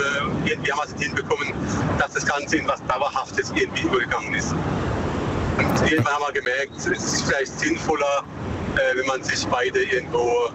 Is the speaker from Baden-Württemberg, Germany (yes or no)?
yes; Bruchsal, Baden-Württemberg, Germany; Aus der Nähe von Bruchsal.